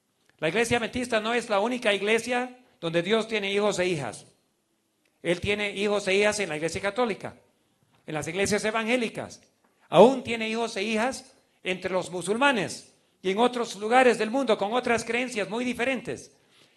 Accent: Beni, Bolivia; Estábamos por volver, yo me crié en el Beni.

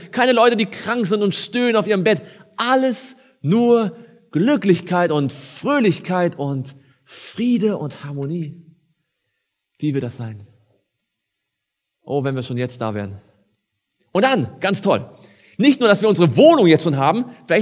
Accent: Stuttgart, Baden-Württemberg, Germany

